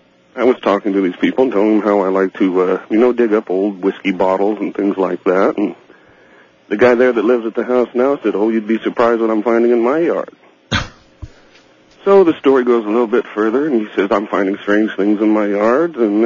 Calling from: Redding, California, United States; I'm calling from Redding, California.

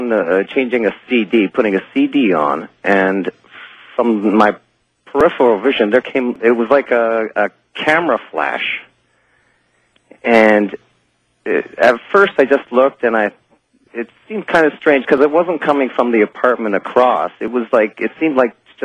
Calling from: Toronto, Ontario, Canada; I'm calling from Toronto, Canada.

